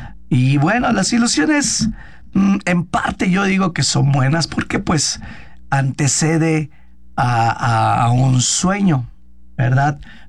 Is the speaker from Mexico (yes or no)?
yes; Mexico; ver que en realidad somos el pueblo mexicano, somos capaces y somos determinados